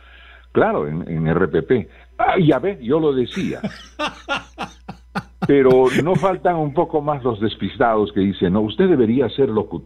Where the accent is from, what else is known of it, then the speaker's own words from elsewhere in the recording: Abancay, Apurímac, Peru; born there; moved away as an adult; also born or lived in Cusco; now in Lima, Peru; Yo en Apurímac, en Abancay, y de ahí he emigrado hacia Cusco y ahí hice mi carrera durante 11 años.